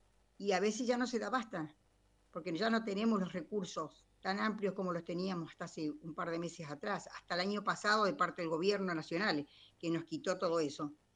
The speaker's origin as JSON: {"language": "Spanish", "town": "Merlo", "region": "Buenos Aires Province", "country": "Argentina", "said": "yo soy de Mariana Costa Merlo"}